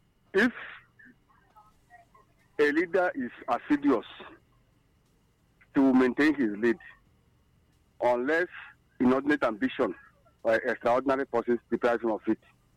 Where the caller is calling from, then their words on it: Ebonyi, Nigeria; I'm calling from Zanot local government area of Ebonyi State.